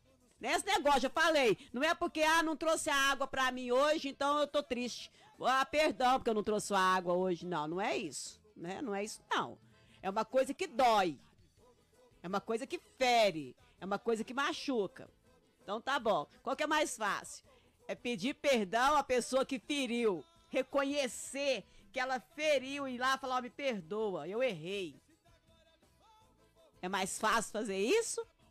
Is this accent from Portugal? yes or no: no; Uberaba, Minas Gerais, Brazil; Como diz lá no Beraba, na minha terra linda e maravilhosa